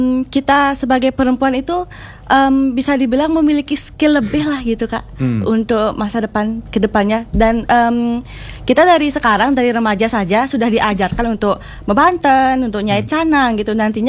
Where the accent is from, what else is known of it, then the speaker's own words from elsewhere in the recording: Bali, Indonesia; menurut Tiang sendiri sebagai perempuan Bali